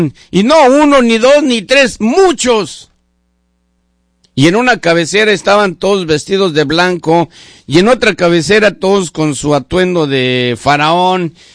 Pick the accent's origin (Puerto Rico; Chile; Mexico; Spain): Mexico; now in Seattle, United States; Yo soy mexicano y me siento muy orgulloso de serlo. Estoy muy agradecido con este país y con esta ciudad que me abrió las puertas y me ha dado muchas oportunidades.